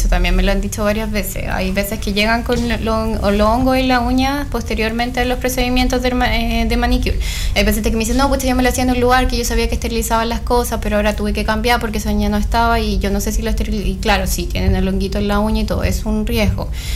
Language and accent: Spanish; Chile